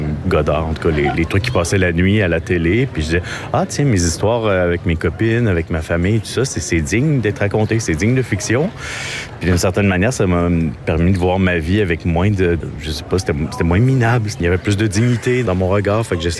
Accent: Île d'Orléans, Quebec, Canada; now in Montreal, Canada; je suis originaire de l'île d'Orléans, j'habite à Montréal maintenant.

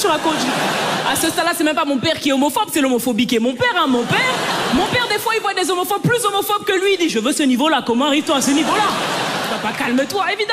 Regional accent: Belgium; Et moi, mes parents, ils sont nés, ils ont grandi au Cameroun. Je suis né et j'ai grandi en Belgique.

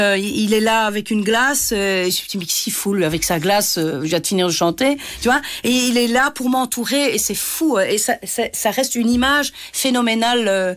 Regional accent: Liège, Wallonia, Belgium; on vient de Liège, on est dans une petite ville, mes parents sont avec nous

